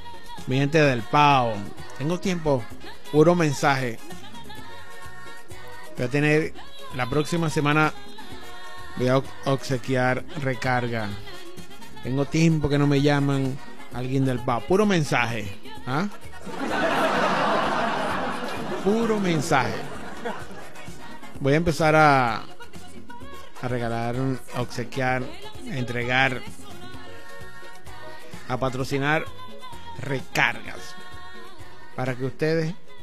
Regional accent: Venezuela

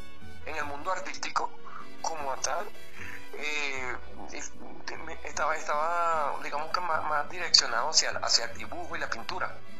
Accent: Cumanacoa, Sucre, Venezuela; Ya a la edad de los 17 años, en mi pueblo, como Aracoa

